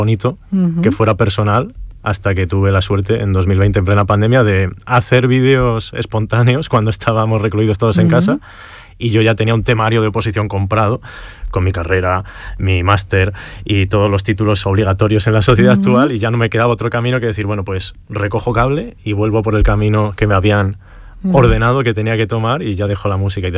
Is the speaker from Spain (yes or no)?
yes; Salamanca, Castile and León, Spain; now in El Portil, Spain; Yo vengo de Salamanca, sí.